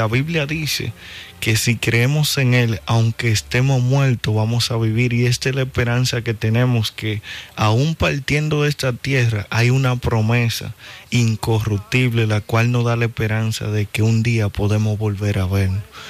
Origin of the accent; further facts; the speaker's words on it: Dominican Republic; Sí, en mi caso yo soy dominicano. Muy soy dominicano. Soy de aquí, se me nota de lejos